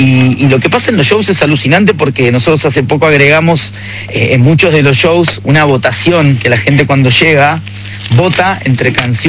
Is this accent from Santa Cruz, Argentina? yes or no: no; Buenos Aires, Argentina